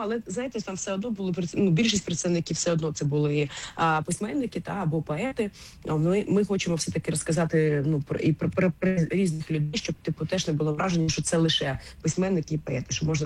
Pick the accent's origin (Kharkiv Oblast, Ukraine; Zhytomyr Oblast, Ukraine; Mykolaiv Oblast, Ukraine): Kharkiv Oblast, Ukraine; Kharkiv; я ж кажу, що я сама із Харкова, і я ще жила геть недалеко від цього будинку, я добре його знаю.